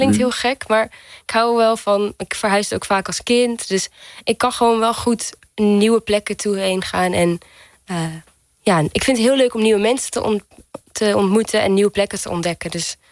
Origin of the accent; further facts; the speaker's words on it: Portugal; maar ik heb 2 Nederlandse ouders, maar ik ben geboren en getogen in Portugal. En daar heb ik eigenlijk mijn hele leven opgegroeid.